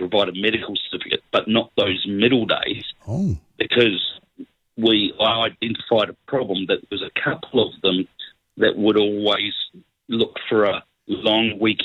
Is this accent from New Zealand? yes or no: yes; New Zealand; I, being a Kiwi